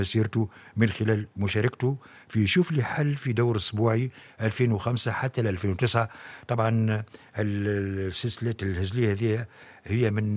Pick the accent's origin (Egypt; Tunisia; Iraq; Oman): Tunisia; يعني كتوانسة يعني إلى اليومنا هذا